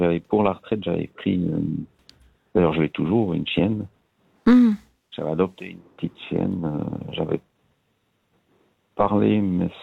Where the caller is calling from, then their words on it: Estavayer-le-Lac, Fribourg, Switzerland; Non, non, j'habite sur la Estavayer, le lac